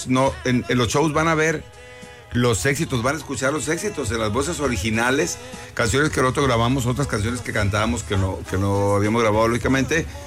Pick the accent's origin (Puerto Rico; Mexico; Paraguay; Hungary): Mexico; Mazatlán, Sinaloa; Nosotros somos de Mazatlán, compadre Alex y yo somos de Mazatlán